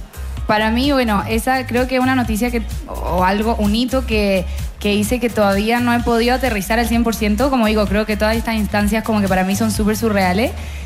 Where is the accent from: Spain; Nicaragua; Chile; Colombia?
Chile; Sí, siento que para mí lo más importante era como conectar de donde vengo yo, que al final era acá Chile